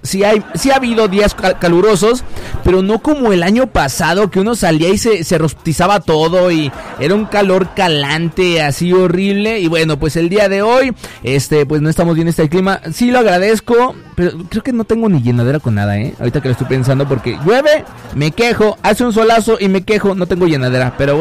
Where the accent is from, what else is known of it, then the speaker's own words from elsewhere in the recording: Oaxaca, Mexico; Bueno, algo de que lo digo como oaxaqueño.